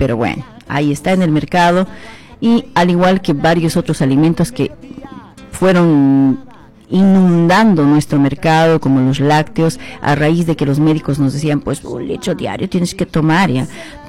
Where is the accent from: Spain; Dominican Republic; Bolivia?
Bolivia